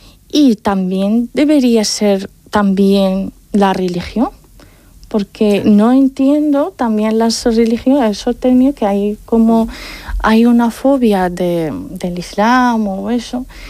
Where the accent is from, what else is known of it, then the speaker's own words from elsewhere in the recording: Morocco; muchas veces no creían que soy marroquí. Hombre, ¿eres marroquí?